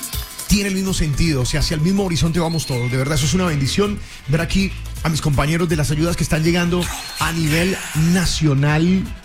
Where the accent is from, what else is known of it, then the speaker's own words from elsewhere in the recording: Colombia; como colombianos en este momento todos estamos unidos